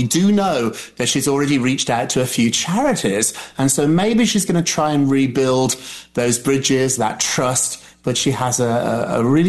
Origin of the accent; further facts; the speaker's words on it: United Kingdom; as a Brit